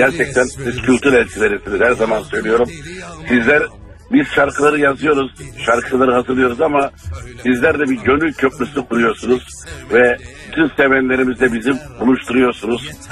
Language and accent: Turkish; Adana, Turkey; born there; Adana'da doğduğum şehirde